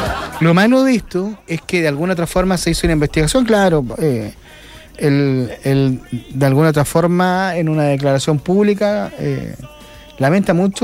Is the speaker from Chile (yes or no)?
yes; Chile; No me representa en nada como chileno